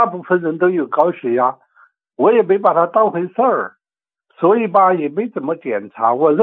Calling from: Jiangbei District, Chongqing, China; 哎，我是重庆的，重庆江北区的。 … 我呀是你的新朋友。

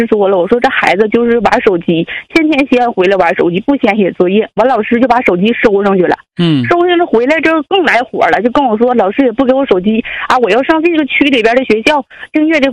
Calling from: Changchun, Jilin, China; 那个学校条件肯定没咱们长春这边就是外在的条件好

